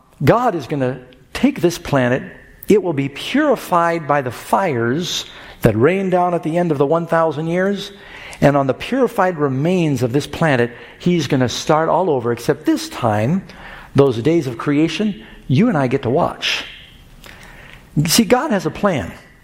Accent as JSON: {"language": "English", "town": "New York City", "region": "New York", "country": "United States", "tie": "born or raised there", "also_born_or_lived": "Los Angeles / Miami"}